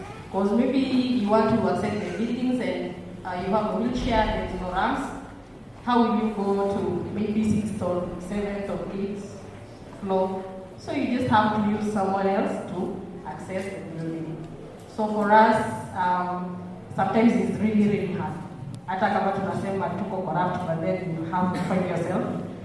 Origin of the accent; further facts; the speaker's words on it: Kawangware, Nairobi, Kenya; from Kawangware, and I represent persons with disability.